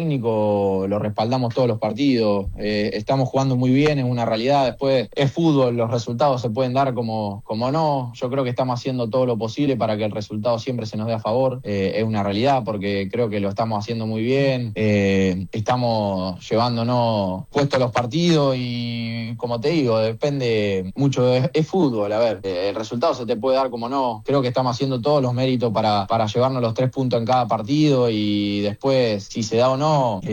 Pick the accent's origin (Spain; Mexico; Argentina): Argentina; Rosario, Santa Fe; also born or lived in Gualeguaychú; soy más rosarino que entrerriano, es la realidad. Yo viví un solo año en Gualeguaychú y ya al año y medio ya estaba acá en Rosario. Pero sí, o sea, soy nacido en Gualeguaychú, al fin y al cabo.